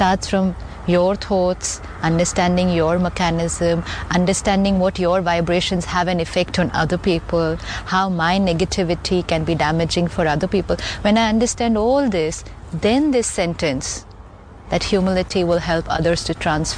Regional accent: India; I forget that I'm living in India. But I will say, I am an Indian.

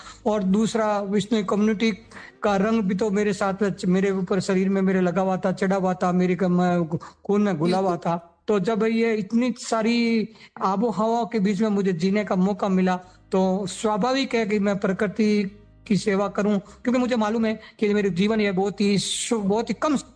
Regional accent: Ekal Ghori, Rajasthan, India; मैं ओशिया तहसील के गांव एकल घोरी का रहने वाला हूं

